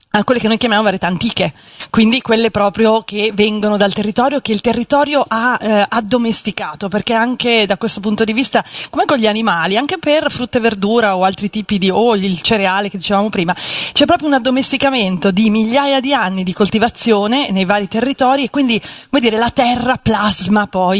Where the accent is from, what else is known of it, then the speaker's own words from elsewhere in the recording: Milan, Lombardy, Italy; io comunque vengo da una città perché sono di Milano